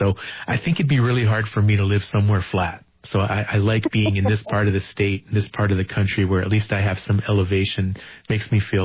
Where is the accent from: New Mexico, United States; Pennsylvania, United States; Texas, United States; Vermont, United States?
New Mexico, United States; Laguna Pueblo; also born or lived in Albuquerque; now in North Carolina, United States; Well, you know, I'm originally from Laguna Pueblo. I've lived most of my life in Albuquerque, New Mexico, but I now live on the East Coast. I live in North Carolina.